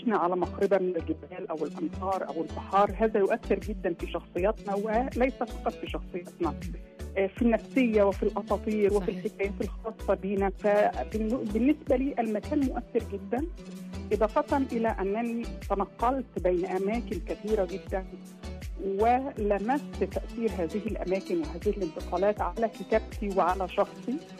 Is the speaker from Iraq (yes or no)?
no; Egypt; now in Cairo, Egypt; لأنني كتبت في أماكن بعيدة عن بلدي الأصلي، سواء حتى بداية من الكتابة في القاهرة وأنا نشأت في القرية الصغيرة